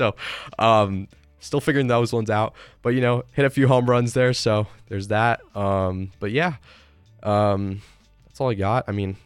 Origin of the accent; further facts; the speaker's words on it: Colorado, United States; I'm from Colorado, so I'll support Colorado baseball.